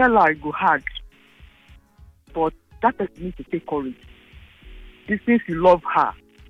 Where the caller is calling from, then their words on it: Ajegunle, Lagos, Nigeria; From Ajegule. … from Ajegule.